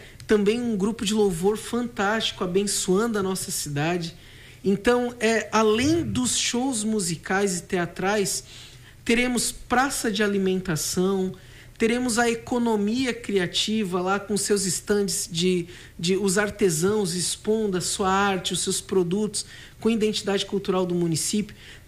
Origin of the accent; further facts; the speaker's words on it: Tubarão, Santa Catarina, Brazil; also born or lived in Joinville; Eu também não sou tubaronense, sabia? Sou joinvilense, mas fui criado aqui.